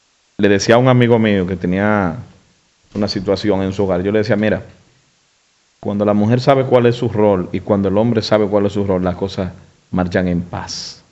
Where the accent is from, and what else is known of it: Dominican Republic